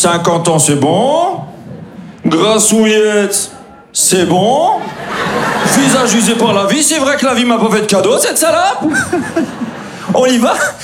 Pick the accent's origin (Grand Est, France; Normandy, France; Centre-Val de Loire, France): Grand Est, France; Et les amis, j'ai grandi en Alsace avec la forte présence de la communauté turque.